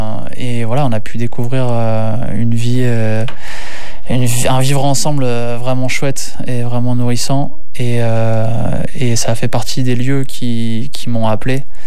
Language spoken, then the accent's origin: French; northern France, France; now in Charente, France; Ouais, donc effectivement, j'ai grandi dans le nord, mais un stage de fin d'études m'a amené à vivre en Charente